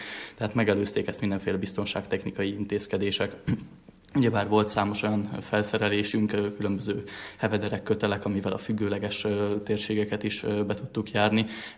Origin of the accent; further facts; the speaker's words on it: Transylvania, Romania; now in Budapest, Hungary; én egy erdélyi bányavidékről származom